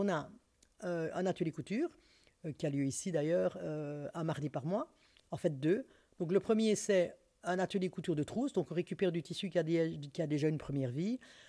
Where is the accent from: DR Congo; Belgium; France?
Belgium; Liège, Wallonia; mais aussi moi je suis liégeoise, donc j'ai commencé là où je connais, donc c'est-à-dire à Liège.